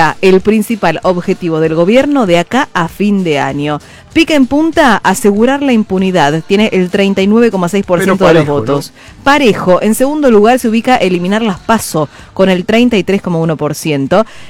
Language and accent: Spanish; Argentina; cuando uno dice, vengo de Argentina